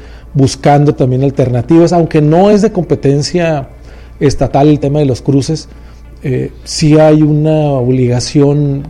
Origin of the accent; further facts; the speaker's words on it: Baja California, Mexico; Somos un estado tan lejano, ¿no? Al centro de la toma de decisiones